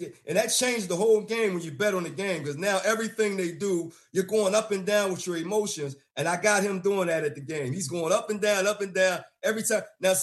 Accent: Philadelphia, Pennsylvania, United States; And I understand it because I'm a Philadelphian, so y'all are hearing it right now.

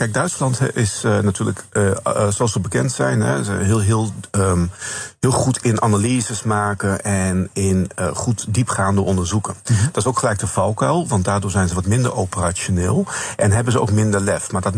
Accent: Netherlands

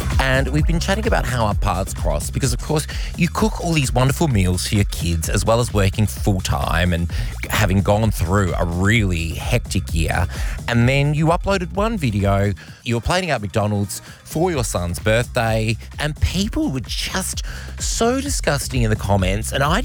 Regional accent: Australia; I am here as your Australian warrior down under, and Australia thinks you are the bee's knees.

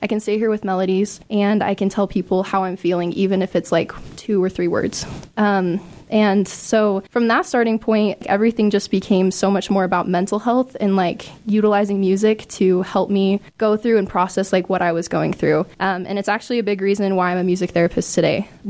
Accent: West Jordan, Utah, United States; I was born and raised in West Jordan, Utah.

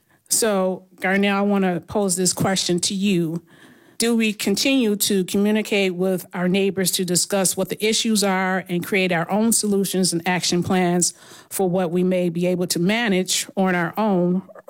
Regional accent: Buffalo, New York, United States; I grew up in Buffalo in the 70s and 80s.

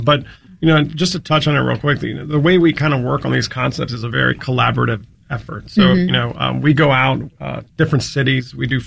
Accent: Maryland, United States; Don't forget, Leia, we were born and raised in Montgomery County.

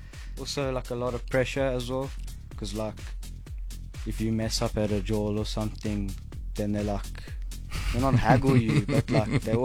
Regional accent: Bedfordview, Gauteng, South Africa; So, grew up, born and raised in Bedford View.

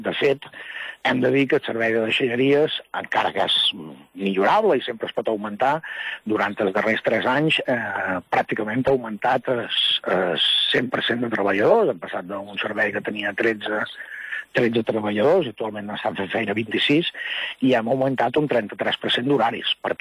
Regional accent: Menorca, Balearic Islands, Spain; estem a Menorca, tenim com a menorquins, jo crec que tots sabem i som conscients de que tenim que vivim un paradís

